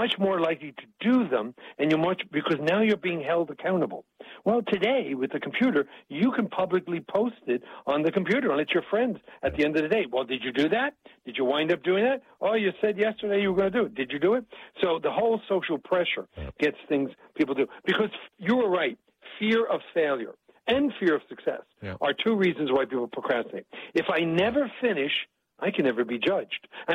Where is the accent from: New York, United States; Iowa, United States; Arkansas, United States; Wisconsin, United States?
New York, United States; I'm from New York, so I can do this.